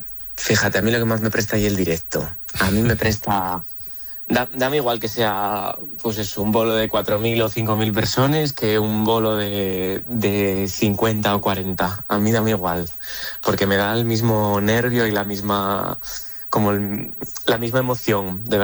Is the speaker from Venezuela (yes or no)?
no; Oviedo, Asturias, Spain; que tengo muchas ganas de traer a Uvieu porque yo soy de Uvieu, entonces viene a verme todo el mundo, espero.